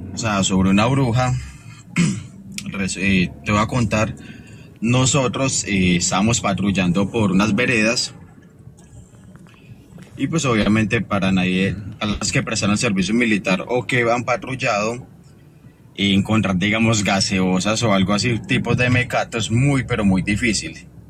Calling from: Pereira, Risaralda, Colombia; Desde la Perla del Otón, desde Pereira.

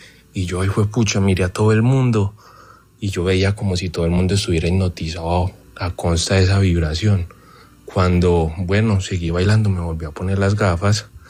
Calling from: Envigado, Antioquia, Colombia; Desde Envigado, Antioquia.

